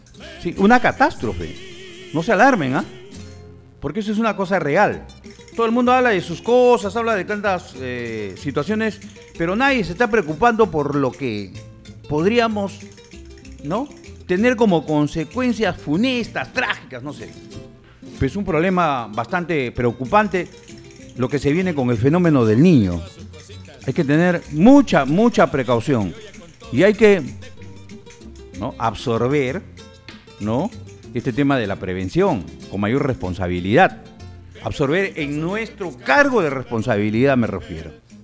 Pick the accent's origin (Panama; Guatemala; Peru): Peru; nosotros somos peruanos, hermano. No pertenecemos a otro lugar. Somos peruanos.